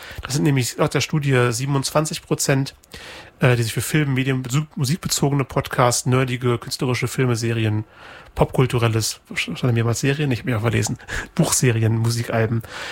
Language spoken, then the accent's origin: German; Braunschweig, Lower Saxony, Germany; now in Leipzig, Germany; Ich weiß, in Braunschweig, wo ich aufgewachsen bin, gibt es Radio Okawelle. Da habe ich Schülerpraktikum gemacht. In Leipzig, wo ich inzwischen wohne, gibt es Radio Blau.